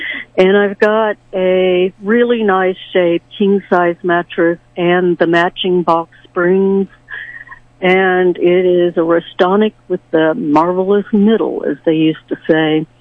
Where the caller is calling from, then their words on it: Sedalia, Missouri, United States; Hi, I'm calling from Sedalia, Missouri.